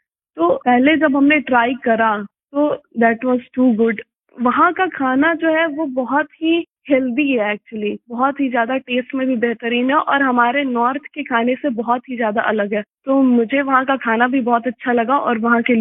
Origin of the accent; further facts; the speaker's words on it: Sasaram, Bihar, India; मैं बिहार के सासाराम नाम के शहर की निवासी हूँ